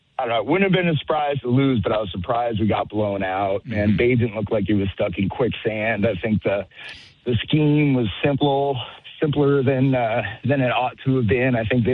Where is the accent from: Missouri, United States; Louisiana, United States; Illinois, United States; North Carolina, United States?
Illinois, United States; Lindenhurst; now in Washington, United States; I'm 49. You know, but this one especially. I grew up in Lindenhurst, born and raised on Bears football.